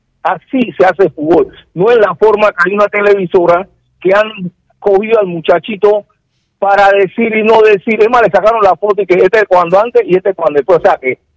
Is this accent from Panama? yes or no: yes; Panama City, Panamá, Panama; born there; Nací en Plaza Amador